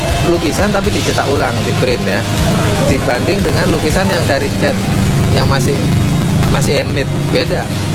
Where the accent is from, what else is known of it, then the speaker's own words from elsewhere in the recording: Malang, East Java, Indonesia; now in Jakarta, Indonesia; Di Malang, dari Malang saya pindah-pindah ke beberapa kota saya kuliah. Terus terakhir ya di Jakarta ini.